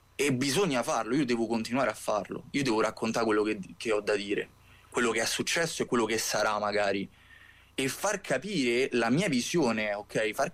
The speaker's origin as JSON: {"language": "Italian", "town": "Kotor Varoš", "region": "Republika Srpska", "country": "Bosnia & Herzegovina", "moved": "yes", "said": "nonostante io non sono di Sarajevo, io sono di Banja Luka, di Kotor Varoš per lo specifico"}